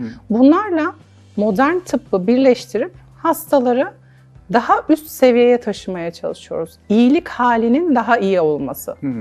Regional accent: Antalya, Turkey; born there; 1983 Antalya doğumluyum.

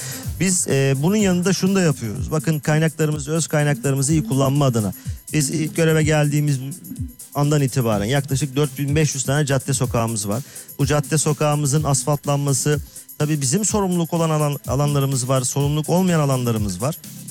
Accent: Arnavutköy, Istanbul, Turkey; burada doğan, büyüyen, yetişen bir Arnavutköylü olarak

